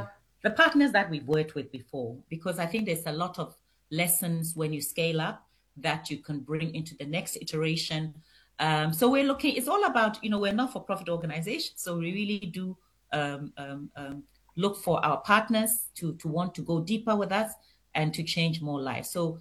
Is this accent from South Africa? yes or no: yes; South Africa; as a South African woman in business, if you are not succeeding, I don't know where, if you are not succeeding in South Africa, I don't know where else you'll do better.